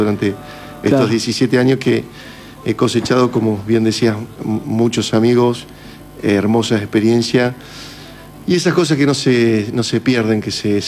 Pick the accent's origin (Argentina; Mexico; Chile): Argentina; Gualeguaychú, Entre Ríos; moved away as an adult; now in Concepción del Uruguay, Argentina; llegué acá a Concepción del Uruguay, venía de la ciudad que me había... Nací en Gualeguaychú, me crié en Gualeguaychú, estudié en Gualeguaychú. Y bueno, era la primera vez que salía del pago